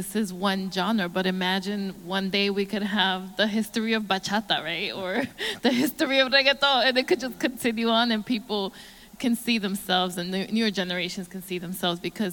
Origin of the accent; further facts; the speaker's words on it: New York City, New York, United States; growing up in Williamsburg, Brooklyn